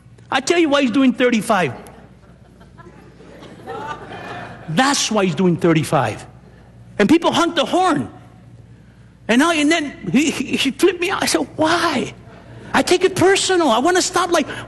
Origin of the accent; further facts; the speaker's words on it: Montebello, California, United States; I'm from Montebello.